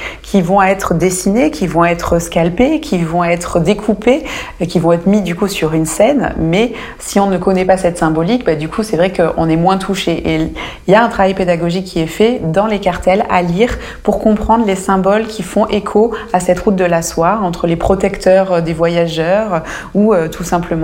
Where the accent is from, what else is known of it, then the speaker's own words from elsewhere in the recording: Auvergne-Rhône-Alpes, France; ou tout simplement chez nous en Ardèche et en Drôme